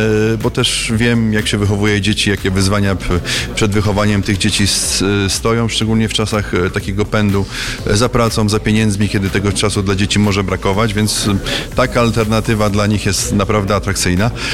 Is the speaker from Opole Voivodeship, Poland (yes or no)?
yes; Opole, Opole Voivodeship, Poland; wychowałem się jako dzieciak na tym osiedlu, nie tylko jako dzieciak, ale pamiętam ten czas, kiedy tutaj biegałem pomiędzy korytarzami na blokowisku